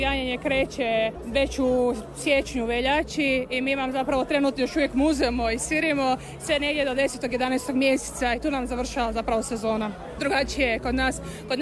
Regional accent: Nova Pisanica, Bjelovar-Bilogora County, Croatia; dolazimo iz Nove Pisanice sa Bilogore.

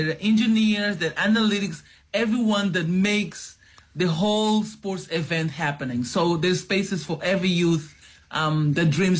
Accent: Mozambique; moved away; also born or lived in United States / Spain; I am from Mozambique.

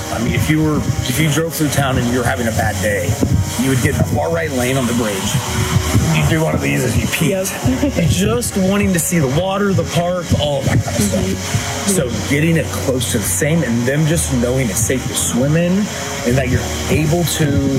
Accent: Kerrville, Texas, United States; I mean, I'm from Kerrville.

